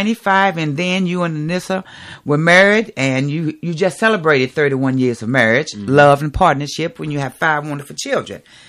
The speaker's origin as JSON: {"language": "English", "town": "Danville", "region": "Virginia", "country": "United States", "tie": "born or raised there", "said": "I was raised in Cardinal Village. I graduated in 1984 from George Washington High School. We are the 1982 AAA State Football Champions."}